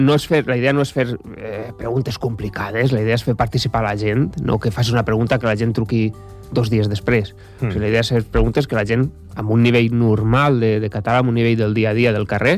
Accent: Valencian Community, Spain; jo soc valencià, la gent ja ho sap

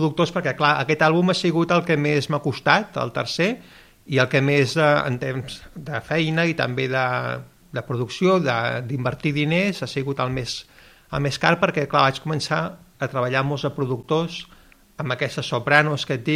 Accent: Mataró, Catalonia, Spain; born there; moved away as an adult; also born or lived in London; jo vaig néixer a Mataró, que a Mataró tampoc és que hi hagi molta... Si et vols dedicar a composar, pues allà no hi ha indústria musical.

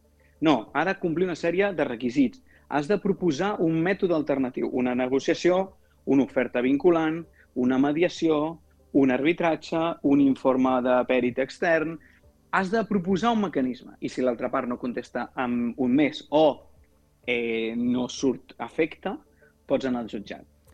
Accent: Catalonia, Spain; jo que sóc d'Osona

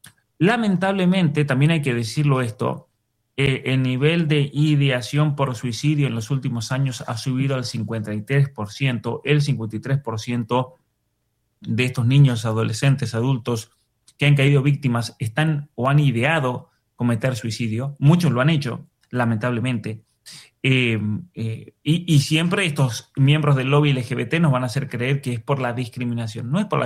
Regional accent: Spain; Y esto lo digo con mucho dolor porque yo también soy español, familia de España

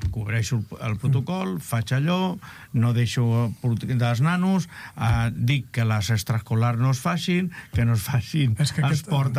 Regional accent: Catalonia, Spain; La zona del Vallès Oriental, allà del meu poble. Que jo estic a dalt de tot

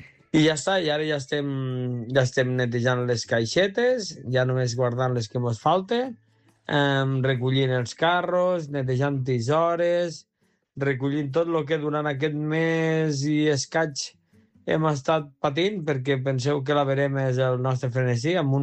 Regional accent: Almenar, Catalonia, Spain; jo sóc d'Almenar

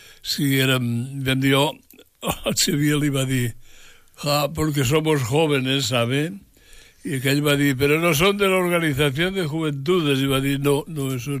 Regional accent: Barcelona, Catalonia, Spain; now in Rubí, Spain; Hi va haver una època en què nosaltres vivíem a Barcelona encara, a Sant Andreu, perquè, bueno, vam néixer a Sant Andreu

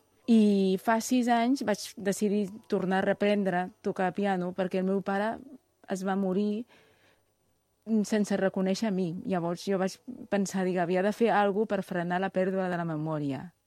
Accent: Suzhou, Jiangsu, China; also born or lived in Shanghai; now in Barcelona, Spain; nosaltres, que som del sud, de Suzhou, i amb la qual cosa anex a Shanghai, som molt minoritaris.

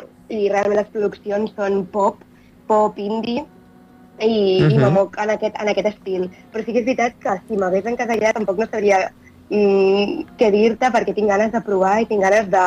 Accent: Catalonia, Spain; i clar, me fa molta il·lusió perquè jo soc de l'Alt Empordà

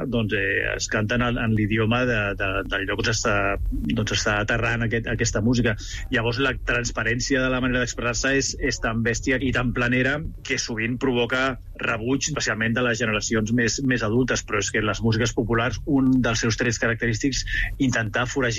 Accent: Catalonia, Spain; Jo no soc polac, jo soc català.

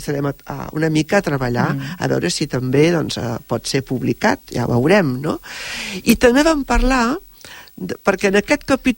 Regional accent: Sant Boi de Llobregat, Catalonia, Spain; Sant Boi és el meu poble, és la meva ciutat

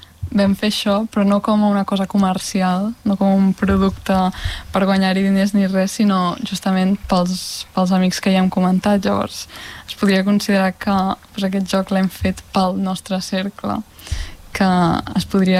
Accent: Terrassa, Catalonia, Spain; Jo soc de Terrassa, tu ets de Tarragona

